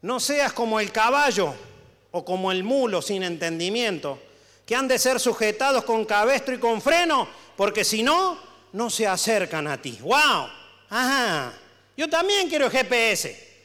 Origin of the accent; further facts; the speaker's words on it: Córdoba, Argentina; moved away; en mi caso como cordobés del interior, no de Córdoba capital, sino del interior, yo no sabía que mi papá usaba tantas palabras en quechua cuando yo crecí